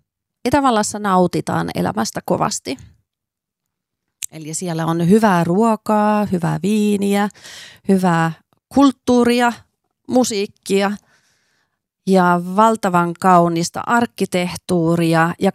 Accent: Helsinki, Uusimaa, Finland; moved away as an adult; also born or lived in Austria; vaikka olen Helsingistä kotoisin

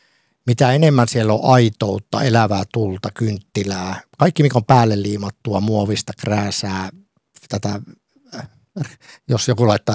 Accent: Lapland, Finland; ei meillä Lapissa ole kourallinen hyviä ravintoloita.

